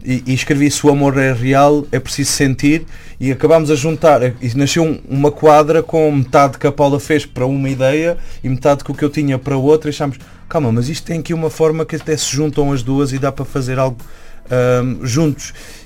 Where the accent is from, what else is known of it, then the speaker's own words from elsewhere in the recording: Alentejo, Portugal; accent: Alentejo; Nós somos alentejanos e nota-se bem